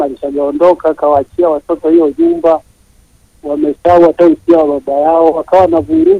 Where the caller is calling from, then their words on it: Sikonge, Tabora, Tanzania; mimi niko Sikonge